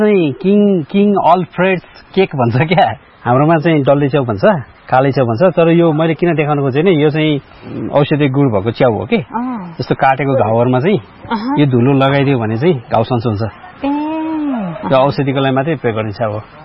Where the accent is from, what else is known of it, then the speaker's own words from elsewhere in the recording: Lumle, Gandaki Province, Nepal; moved away as an adult; मेरो घर चाहिँ लुम्ले हो नि त